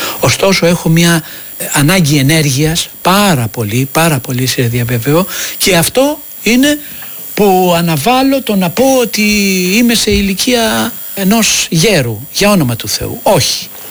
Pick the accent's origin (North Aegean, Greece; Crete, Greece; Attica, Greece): Attica, Greece; Kallithea; born there; Εγώ γεννήθηκα εδώ, στην Καλυθέα, στην Αττική. Στην Καλυθέα, κοντά στις Τζιτζιφιές.